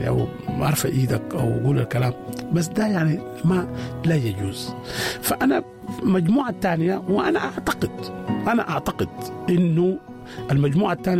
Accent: Sudan; عندنا في السودان،

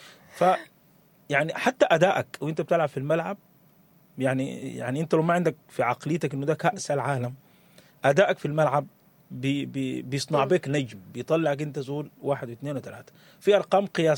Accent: Sudan; عندنا كسودانيين

